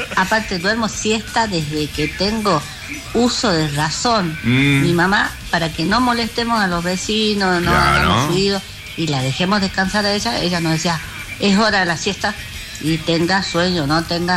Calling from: Salta, Argentina; no somos santiagueños, somos bien salteños.

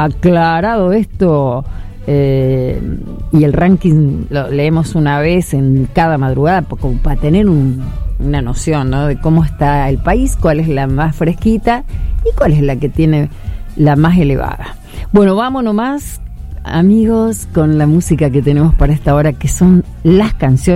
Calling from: Sal Si Puedes, Argentina; de Sal Si Puedes, acá hace mucho, mucho frío y muchas gracias.

